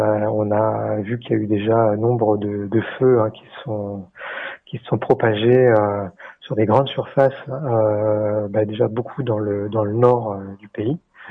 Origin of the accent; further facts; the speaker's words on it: New Caledonia; chez nous, en Calédonie